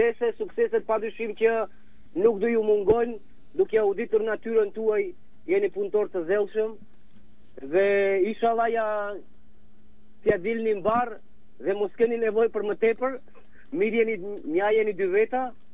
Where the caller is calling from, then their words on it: Australia; Një dëgjoj do me thë nga qendra e qytetit, konkretisht nga Docklands.